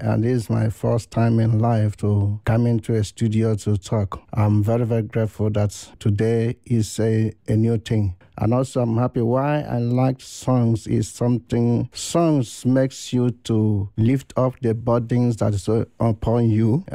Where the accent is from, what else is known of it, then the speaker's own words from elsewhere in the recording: Nigeria; now in Halle, Germany; I'm living here in Halle. I come from Nigeria.